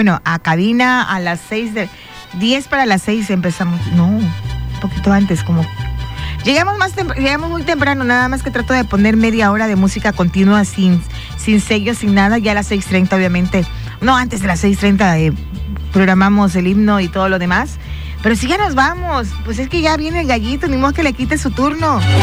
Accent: Mexico

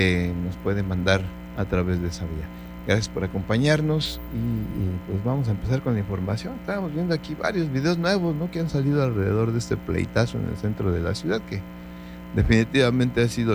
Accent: Mexico; como decimos los mexicanos

